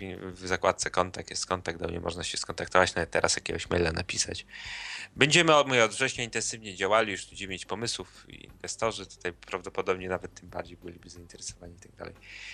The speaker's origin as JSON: {"language": "Polish", "town": "Białystok", "region": "Podlaskie Voivodeship", "country": "Poland", "said": "u nas w Podlasie, ja z Białegostoku teraz rozmawiałem"}